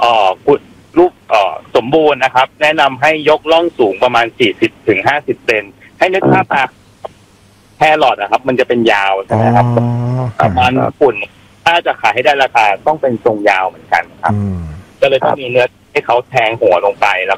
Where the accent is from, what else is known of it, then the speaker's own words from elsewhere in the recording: Khon Kaen, Thailand; born there; เป็นคนขอนแก่นโดยกำเนิดนะครับก็กลับมาอยู่ที่บ้าน